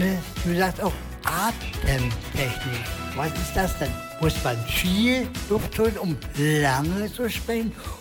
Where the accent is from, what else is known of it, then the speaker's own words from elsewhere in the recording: Hanover, Lower Saxony, Germany; ich komme ja auch nicht aus Bülde, sondern aus Hannover.